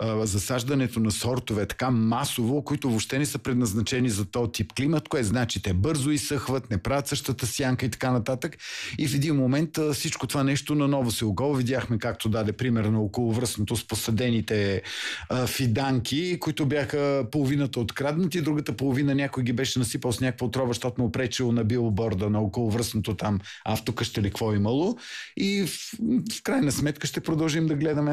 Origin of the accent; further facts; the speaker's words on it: Plovdiv, Plovdiv Province, Bulgaria; Аз вчера четах много нещо, като за моя роден град.